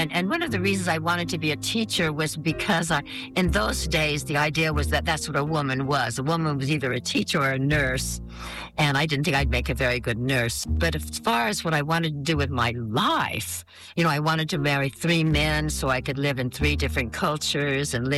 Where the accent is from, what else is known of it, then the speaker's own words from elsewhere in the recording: South Carolina, United States; also born or lived in California / Idaho / Iowa; I was born in California, but we soon moved to Idaho, then to Iowa for a couple of years, and then to South Carolina. So I was in the fifth grade for South Carolina, and that was what I consider my most formative years